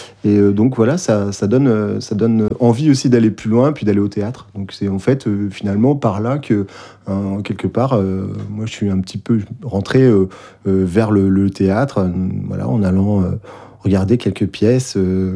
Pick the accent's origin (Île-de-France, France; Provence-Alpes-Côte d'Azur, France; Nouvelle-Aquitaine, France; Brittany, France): Brittany, France; Lesneven; moved away as an adult; now in Brest, France; je suis un Brestois. Un Brestois d'adoption, parce que je viens de Lesnevin, tout à côté, et j'ai fait mes études à Brest. Voilà, je suis arrivé à Brest en 1992, et j'ai fait mes études à l'université de Brest.